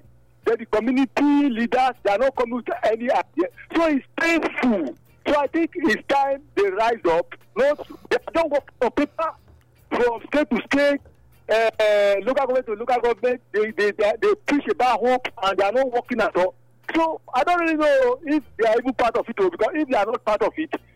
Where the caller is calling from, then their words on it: Nigeria; I'm calling from Isa.